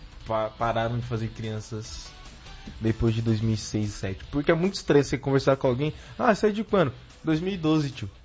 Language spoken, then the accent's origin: Portuguese; Brazil; todos somos brasileiros.